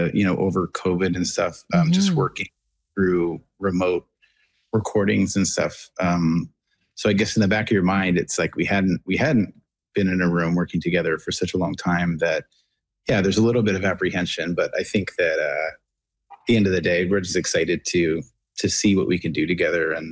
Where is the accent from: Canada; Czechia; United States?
Canada; Clark's Harbour, Nova Scotia; I heard about the story, but I didn't realize how close it was to my hometown. Because it was always the Shag Harbor, and I always knew the town as Clark's Harbor